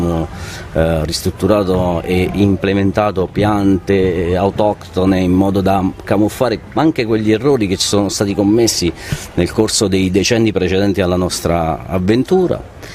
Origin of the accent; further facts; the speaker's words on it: Molise, Italy; entrambi molisani.